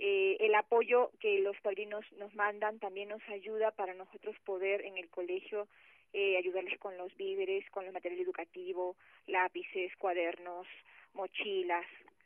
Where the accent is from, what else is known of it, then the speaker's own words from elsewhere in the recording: Lima, Peru; Yo soy de Lima, Perú